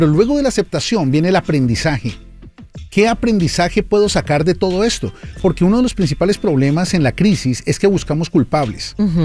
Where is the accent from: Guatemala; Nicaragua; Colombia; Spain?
Colombia; Bogotá; Yo soy bogotano, Rolo.